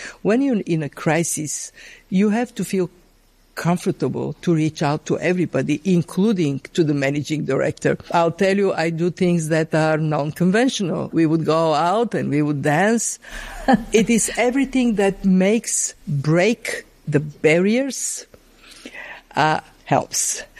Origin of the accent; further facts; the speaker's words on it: Bulgaria; I grew up in Bulgaria on the other side of the Iron Curtain. My mother lost all her savings because of hyperinflation.